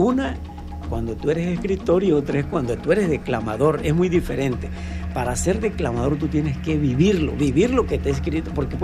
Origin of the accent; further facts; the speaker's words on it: Frontera, Tabasco, Mexico; also born or lived in Mexico City; Nací en el Distrito Federal, pero solamente fue por un periodo de tiempo muy corto y de ahí regresé a mis orígenes, a Tabasco específicamente, al municipio de Centla, la cabecera municipal de Frontera. De ahí soy, ahí llevé casi todos mis estudios.